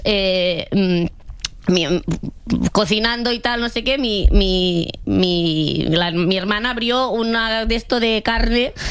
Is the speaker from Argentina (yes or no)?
no; Catalonia, Spain